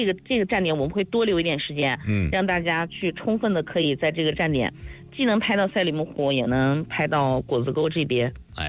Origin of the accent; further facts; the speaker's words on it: Hebei, China; 包括咱们河北这边也是